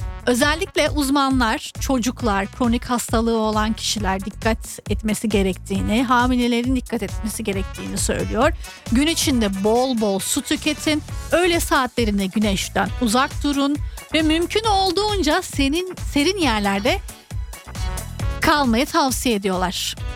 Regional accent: Aydın, Turkey; accent: Aydın; Ben bizim memleketlilerle iki hafta aydın boyunca yan yana durunca şivem kaydı. Aydın'ın şivesi.

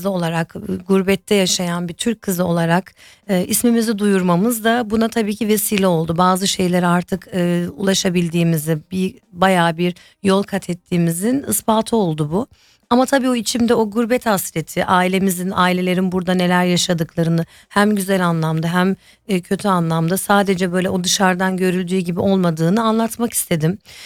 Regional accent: Germany; ben Almanya'da doğan bir gurbetçi ailesinin çocuğu olarak beni bilenler bilir. Bütün hayatım boyunca buradaydım.

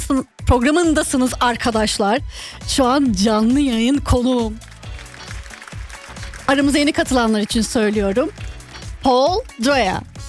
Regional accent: Aegean Region, Turkey; Bize ait farklı yöreler var. Mesela ben Ege'liyim.

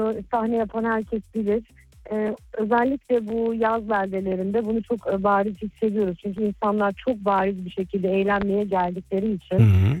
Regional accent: Germany; Almanya zor aslında ama Almanya'da benim için çok kolay. Çünkü ben orada doğdum büyüdüm.

